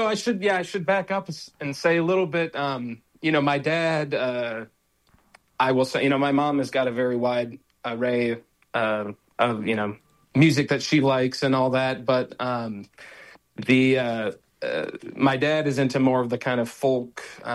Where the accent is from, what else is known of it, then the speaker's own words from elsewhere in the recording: Plymouth, Minnesota, United States; moved away; Well, I'm from Minnesota originally, right around the Twin Cities, St. Paul, Minneapolis. I grew up in a suburb called Plymouth.